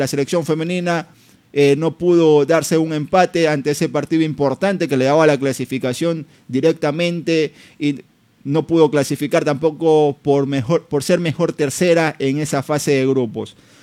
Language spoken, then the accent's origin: Spanish; Ecuador; nosotros como ecuatorianos